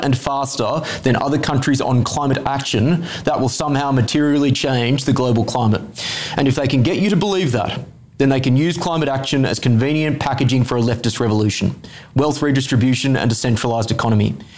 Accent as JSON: {"language": "English", "country": "Australia", "said": "As an Australian"}